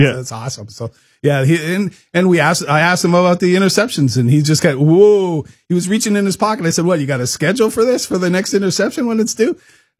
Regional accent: Saskatchewan, Canada; I grew up in Saskatchewan.

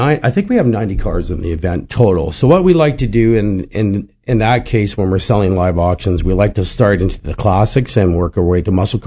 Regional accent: Saskatoon, Saskatchewan, Canada; I remember when I grew up here in Saskatoon in the 1970s, I'd see the muscle cars everywhere.

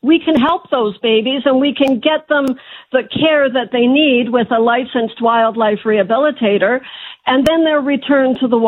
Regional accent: Saskatchewan, Canada; I grew up in Saskatchewan

